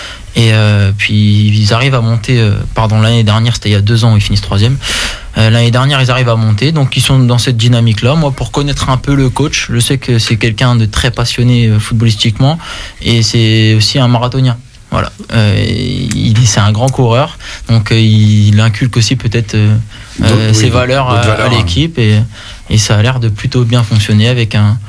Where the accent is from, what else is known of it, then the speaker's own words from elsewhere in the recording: Reims, Grand Est, France; born there; also born or lived in Épernay; Je suis né à Reims